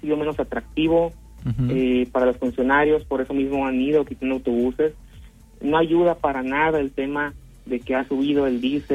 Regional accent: Comarca Lagunera, Mexico; moved away; el que esté lejos de mi tierra, pues no significa que sea ajena a ella.

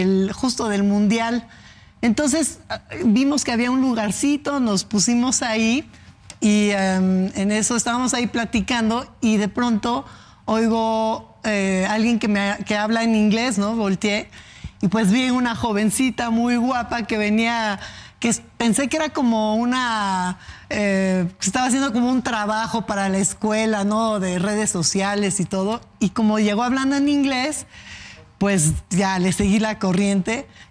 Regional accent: Mexico; Sí, somos mexicanos. Pero nos encanta México.

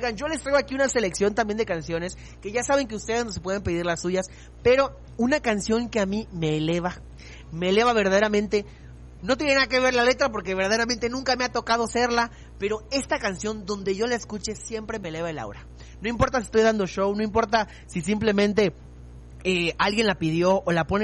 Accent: Mexico; todos somos mexicanos

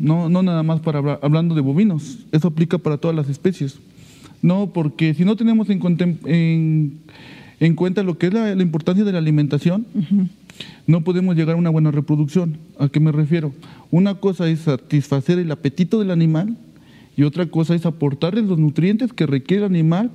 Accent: Xalapa, Veracruz, Mexico; De aquí de Jalapa, ¿verdad?

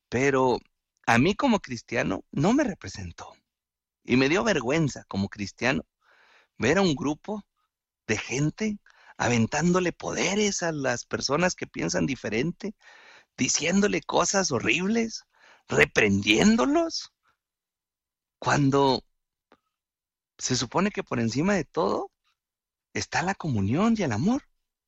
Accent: Mexico; que primero somos humanos, que primero somos mexicanos

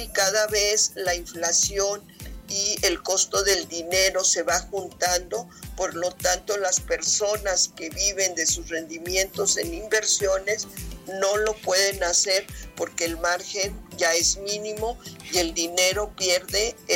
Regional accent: Mexico

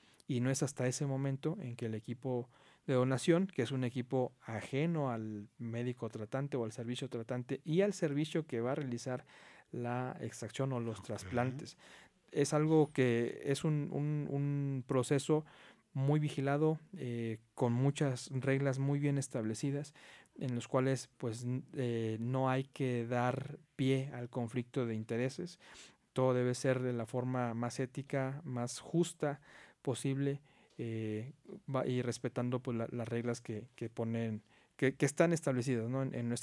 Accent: Mexico; como mexicanos nos gusta celebrar la muerte.

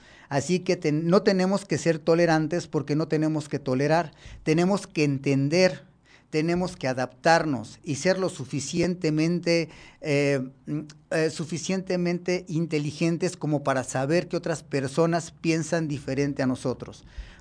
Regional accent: Mexico

